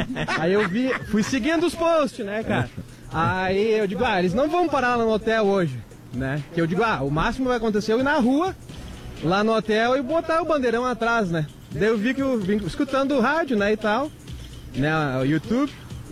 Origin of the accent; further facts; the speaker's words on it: Caxias do Sul, Rio Grande do Sul, Brazil; Caxias do Sul.